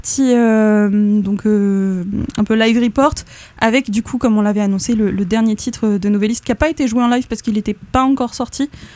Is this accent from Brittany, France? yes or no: yes; Brittany, France; Ouais. Je suis bretonne, mais je suis autiste, Tristan.